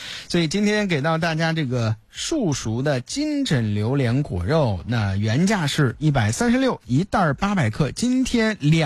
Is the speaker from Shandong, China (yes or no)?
yes; Qingdao, Shandong, China; 咱们青岛人